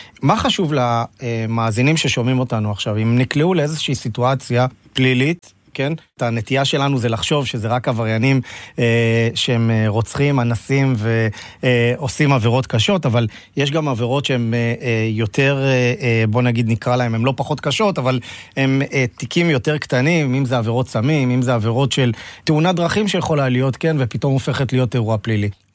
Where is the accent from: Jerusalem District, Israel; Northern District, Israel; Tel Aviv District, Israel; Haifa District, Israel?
Northern District, Israel; Beit She'an; born there; גם נולדתי בבית שאן